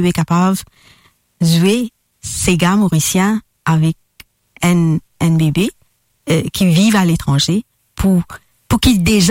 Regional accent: Germany; French is a second language; Je me trouve intéressante parce que je suis allemand avec mon nièce qui fait gagner un petit bébé. Et je vis à l'étranger.

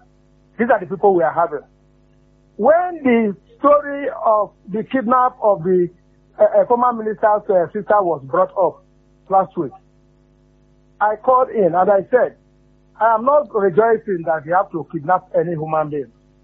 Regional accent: Delta, Nigeria; I am approaching 75 now. I grew up seeing stations where they are flaring gas all around our area in Delta State.

